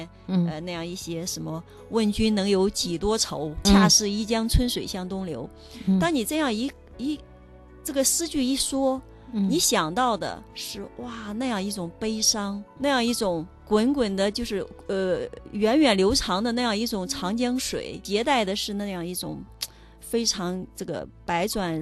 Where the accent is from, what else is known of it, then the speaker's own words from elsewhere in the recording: China; 我们中国人